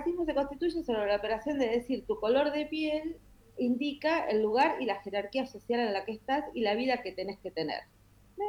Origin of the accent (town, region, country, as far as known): Argentina